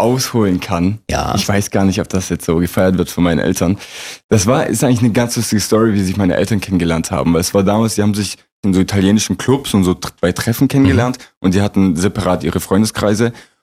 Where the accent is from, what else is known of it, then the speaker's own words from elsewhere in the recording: Leonberg, Baden-Württemberg, Germany; born there; Leonberg.